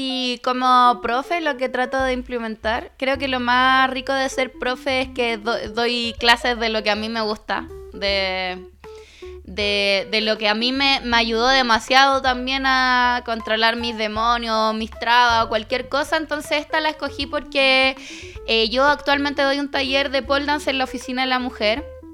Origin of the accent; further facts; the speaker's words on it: San Bernardo, Santiago Metropolitan Region, Chile; nací ahí en Tejas de Chena y ahora estoy viviendo un poco acá, estoy viviendo un poco más cerca de acá de Colón. Creo que se llama Villa Nueva San Bernardo.